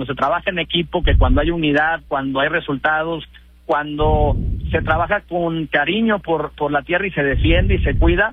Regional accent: Coahuila, Mexico

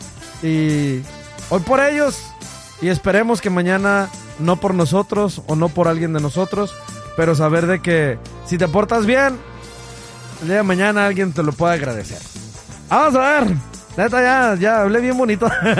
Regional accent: León, Guanajuato, Mexico; now in Los Angeles, United States; allá en mi tierra, en León, Guanajuato

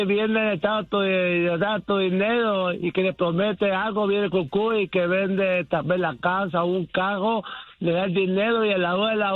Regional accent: Honduras; Soy catracho

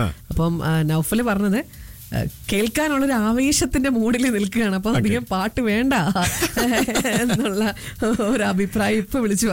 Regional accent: Puthuppally, Kerala, India; ഞാനിപ്പോൾ ആരോടെങ്കിലും നാട്ടിൽ എവിടെയാണെന്ന് പറഞ്ഞു കഴിഞ്ഞാൽ, ഞാൻ പുതുപ്പള്ളി എന്ന് പറഞ്ഞു കഴിഞ്ഞാൽ

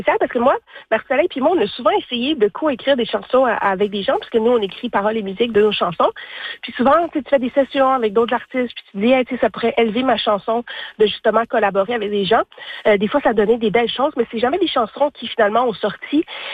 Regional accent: Ontario, Canada; non, moi, je viens de l'Ontario, une province à côté du Québec.

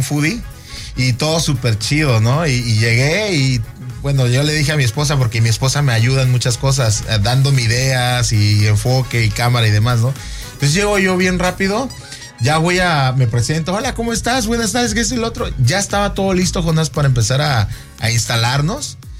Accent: Boca del Río, Veracruz, Mexico; also born or lived in Riviera Maya / Oaxaca / Saltillo; ¿O yo nazco en Boca del Río.

